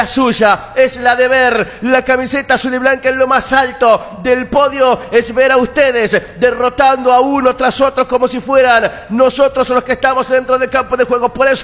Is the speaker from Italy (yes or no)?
no; Argentina; porque somos argentina, porque somos pasionales